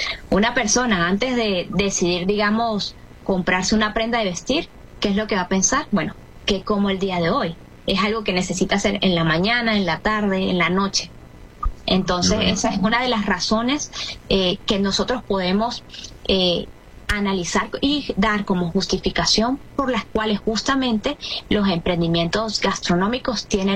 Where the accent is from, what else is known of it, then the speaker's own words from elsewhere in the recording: Venezuela; lo que somos como venezolanos